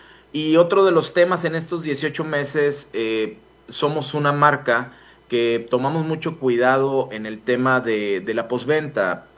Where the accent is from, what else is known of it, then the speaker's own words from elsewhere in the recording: Mexico; Entonces, si hablamos de marcas de donde nosotros salimos, nuestras universidades como ingenieros mexicanos van en conjunto con estas marcas